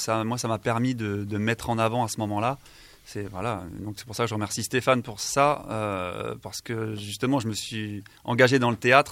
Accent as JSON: {"language": "French", "town": "Le Mans", "region": "Pays de la Loire", "country": "France", "moved": "as an adult", "lives_now": "Landes, France", "said": "j'arrive du Mans, et à 18 ans, je suis arrivé ici, dans les Landes."}